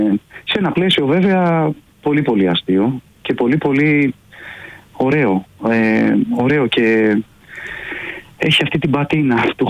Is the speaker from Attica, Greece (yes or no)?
yes; Athens, Attica, Greece; Όχι, είμαι Αθηναίος που πάω στις Κουτσουπιές